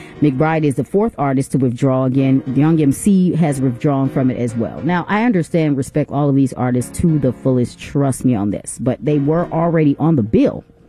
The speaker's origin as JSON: {"language": "English", "country": "United States", "said": "We are American."}